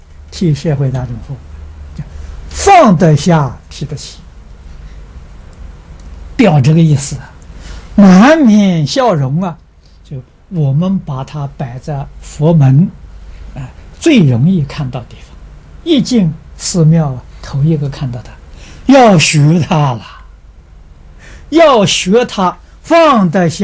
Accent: China; 我们中国人讲的" 读万卷书，行万

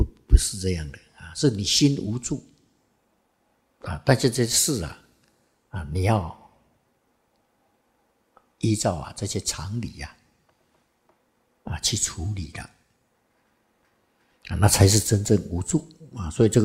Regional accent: Xizhi, New Taipei, Taiwan; born there; 因为我是在北部出生的。我在汐止出生的嘛，那个体质又适合这里的气候、土壤啊

